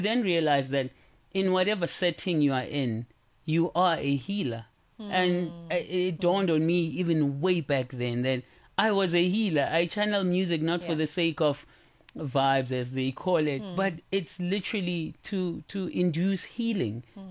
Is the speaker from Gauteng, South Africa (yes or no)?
yes; Johannesburg, Gauteng, South Africa; born or raised there